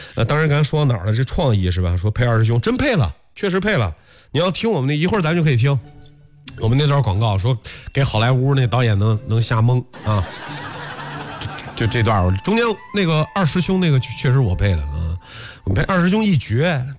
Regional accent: Pingdingshan, Henan, China; moved away; 回到我的老家，美丽的河南省平顶山市

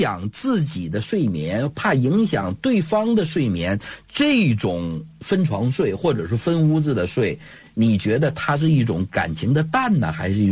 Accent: China; 咱们中国人有自己的传统

